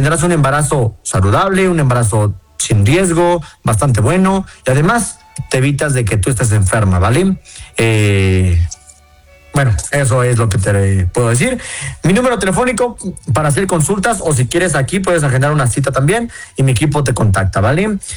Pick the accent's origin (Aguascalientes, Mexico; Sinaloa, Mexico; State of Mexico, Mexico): State of Mexico, Mexico; Toluca; Más ahora que estoy en Ciudad de México, porque yo soy de acá de Toluca.